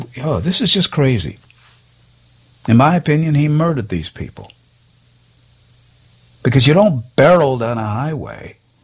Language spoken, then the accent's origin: English; Ohio, United States; Today's focus is on my home state of Ohio